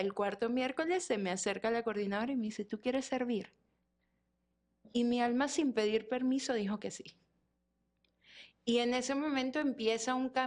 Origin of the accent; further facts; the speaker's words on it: Venezuela; moved away; como mencionaste, soy venezolana. Llegué a este país hace 12 años